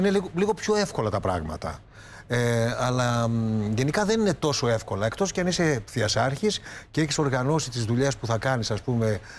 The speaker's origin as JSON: {"language": "Greek", "town": "Thessaloniki", "region": "Central Macedonia", "country": "Greece", "lives_now": "Athens, Greece", "said": "Εγώ τότε ως Σαλονικιός πολύ έτσι πληγώθηκα."}